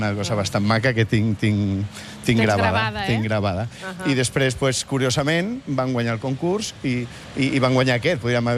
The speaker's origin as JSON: {"language": "Catalan", "town": "Barcelona", "region": "Catalonia", "country": "Spain", "tie": "born or raised there"}